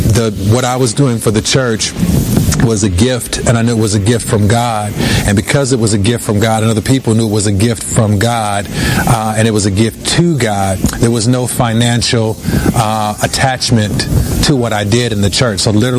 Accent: Los Angeles, California, United States; I grew up in South Central Los Angeles, California, the hood.

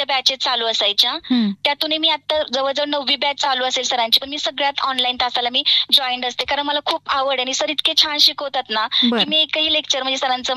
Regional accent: Lonand, Maharashtra, India; moved away as an adult; now in Nira, India; माझं माहेर लोणंद आहे आणि आता मी नीरेमध्ये वास्तव आहे.

